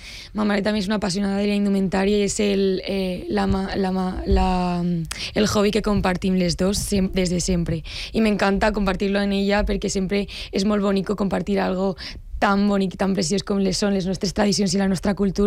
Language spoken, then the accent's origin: Catalan; Benetússer, Valencian Community, Spain; Jo he crescut en Benetússer, és el meu poble i la meva casa. I res, tota la vida. He anat al col·legi allí, tinc la major part de la meva família allí i les meves amigues